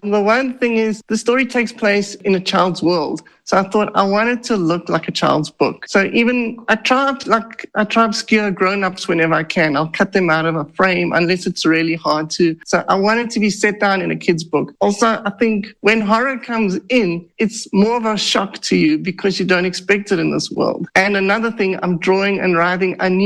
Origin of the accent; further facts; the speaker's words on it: South Africa; so he moved there and I grew up in South Africa.